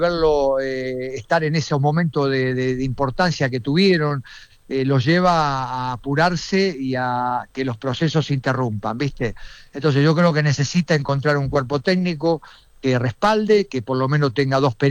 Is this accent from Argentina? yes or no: yes; Argentina; yo como argentino desearía que Argentina siga estando.